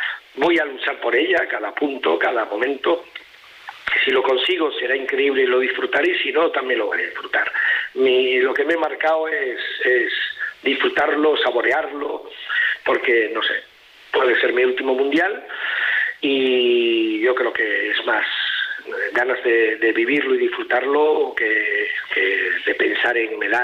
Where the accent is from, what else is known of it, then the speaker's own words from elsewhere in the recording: Spain; como español, como yo